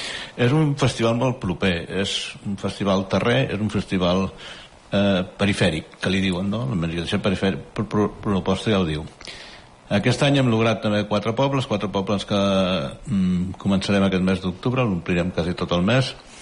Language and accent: Catalan; Banyeres del Penedès, Catalonia, Spain; soc de Banyeres